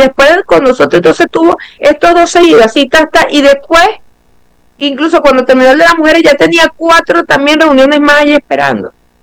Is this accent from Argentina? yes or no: no; Venezuela; yo me siento como mujer y como venezolana bien representada.